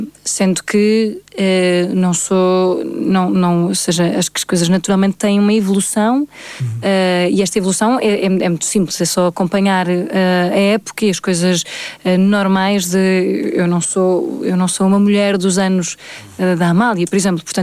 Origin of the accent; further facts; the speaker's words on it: Portugal; esta coisa da emoção e que nos define muito enquanto portugueses.